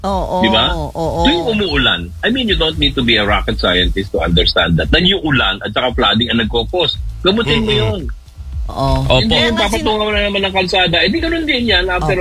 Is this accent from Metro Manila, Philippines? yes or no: yes; Manila, Metro Manila, Philippines; Lumaki ako sa Divisoria, talagang daanan ng trakasyan eh.